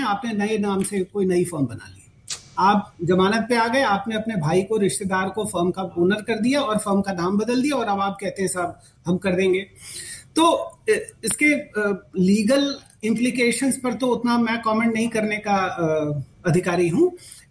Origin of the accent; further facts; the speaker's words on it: Uttar Pradesh, India; मैं तो उत्तर प्रदेश से आता हूँ, तो एक जमाने में आईआईटी कानपुर को हम लोग मानते थे कि हिंदुस्तान का बेस्ट आईआईटी है